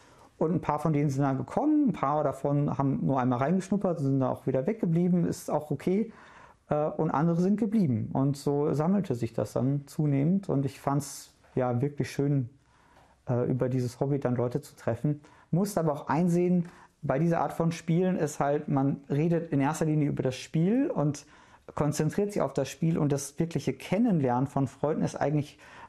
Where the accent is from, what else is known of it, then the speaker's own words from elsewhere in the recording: Duisburg, North Rhine-Westphalia, Germany; also born or lived in Essen; Die Blitzvariante wäre, ich bin in Essen geboren, in Duisburg aufgewachsen, habe in Mülheim Zivildienst gemacht.